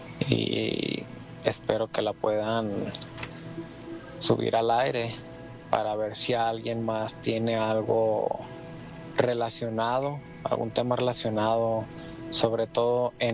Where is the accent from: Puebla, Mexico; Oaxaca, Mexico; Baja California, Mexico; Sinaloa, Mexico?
Sinaloa, Mexico; No sé si será algún relato, porque la verdad, con todo respeto, yo no soy de esos lugares. Yo soy de Sinaloa.